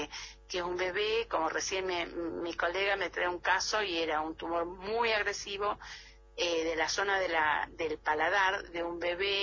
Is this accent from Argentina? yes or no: yes; Trenque Lauquen, Buenos Aires Province, Argentina; Yo soy de Trenquelauquen, que sí. en la provincia de Buenos Aires, y un pueblito más chiquito que se llama América, Rivadavia.